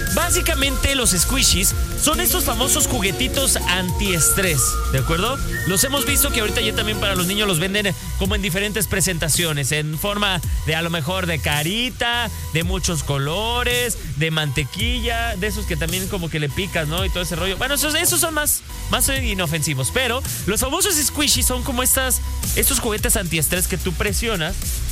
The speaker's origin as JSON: {"language": "Spanish", "country": "Mexico", "said": "Nuestras idas a urgencias como niños mexicanos"}